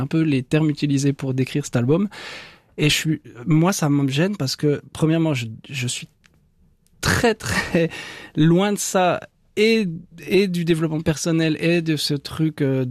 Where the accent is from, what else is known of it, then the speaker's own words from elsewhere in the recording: Porrentruy, Jura, Switzerland; Est-ce qu'on me regarde de haut parce que je suis de Porrentruy ?